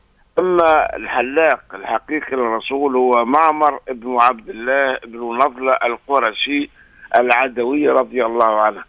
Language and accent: Arabic; Kairouan, Kairouan Governorate, Tunisia